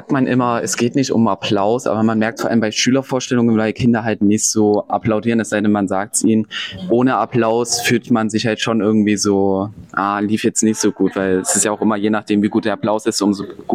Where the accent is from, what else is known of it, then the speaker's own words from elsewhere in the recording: Wölkau, Saxony, Germany; ich komme hier aus der Region, aus einem Ort Wölkau genannt. Ich weiß nicht, ob das irgendjemandem was sagt, ungefähr 5 Kilometer weg.